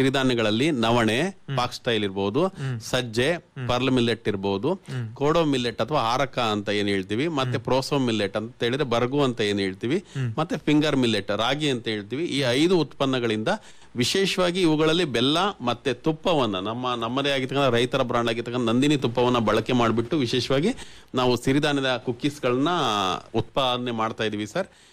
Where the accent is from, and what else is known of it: Davanagere district, Karnataka, India